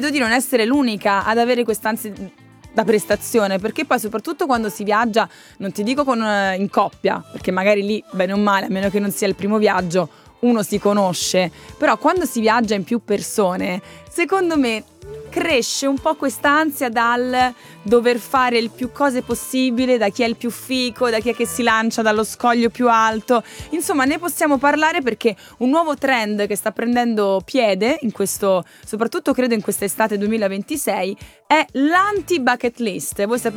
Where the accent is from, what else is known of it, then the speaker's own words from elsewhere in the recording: Rome, Lazio, Italy; Io sono romana, Monterotondo.